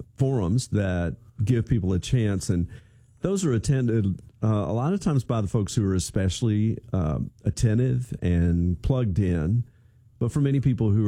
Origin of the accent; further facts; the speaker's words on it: Birmingham, Alabama, United States; also born or lived in Bloomington, Indiana; now in Columbia, Missouri, United States; I grew up in Birmingham.